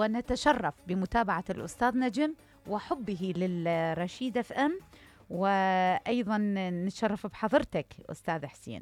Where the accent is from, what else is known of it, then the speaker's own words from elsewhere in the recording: Egypt; يمكن شوية اللهجة يعني، خصوصا لما نحكي إحنا مصري وتتحكون عراقي